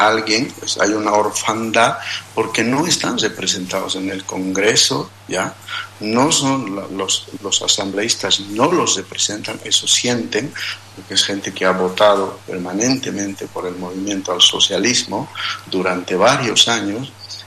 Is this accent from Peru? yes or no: no; Bolivia; tenemos que demostrar como bolivianos que podemos entendernos.